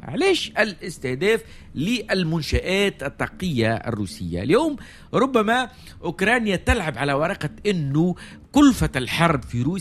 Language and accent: Arabic; Tunisia; احنا كدولة تونسية